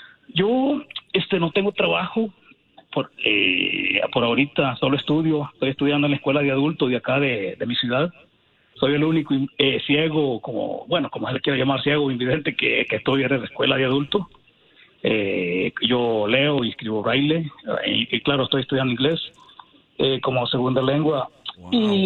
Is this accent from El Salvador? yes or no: yes; Chalatenango, El Salvador; Soy originario de El Salvador, del departamento de Chalatenango.